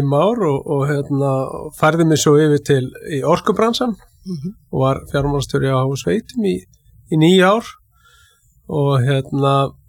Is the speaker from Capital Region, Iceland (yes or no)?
no; Keflavík, Southern Peninsula, Iceland; Jú, sko, ég er heim megin við, ég er Keflvíkingur og hérna við eigum auðvitað, hérna, Keflavík og Njarðvík